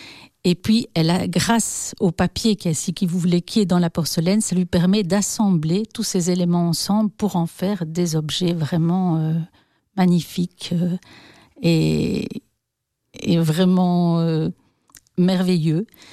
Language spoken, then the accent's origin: French; Belgium